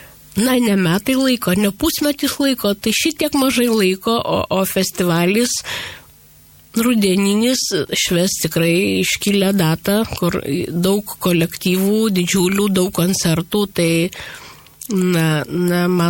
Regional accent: Zarasai, Utena County, Lithuania; now in Utena, Lithuania; 50% manęs yra Utenoj, 50 Zarasuose, nes tai yra mano tėviškė.

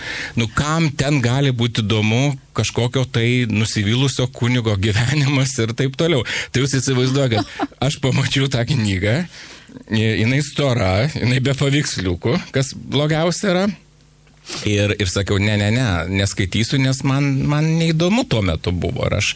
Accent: Panevėžys, Panevėžys County, Lithuania; aš esu iš tokio nikaus Panevėžio, tokio miesto

